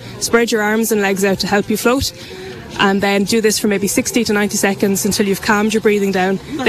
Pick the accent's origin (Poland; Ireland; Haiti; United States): Ireland; Leighlinbridge, Leinster; So I grew up actually in the Midlands, in Leash on the River Barrow, and used to come down to Feathered on the weekends.